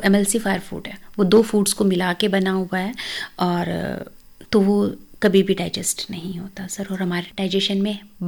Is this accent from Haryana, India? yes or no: yes; Jind, Haryana, India; मैं जींद से बिलोंग